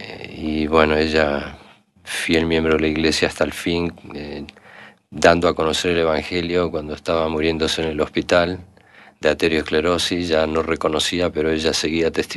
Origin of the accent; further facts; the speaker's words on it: Buenos Aires, Argentina; Sí, ambos nacimos en Buenos Aires. Nosotros decimos que nos conocimos desde la preexistencia porque nuestros padres se conocieron siendo ellos solteros. Y así que ambos nos criamos juntos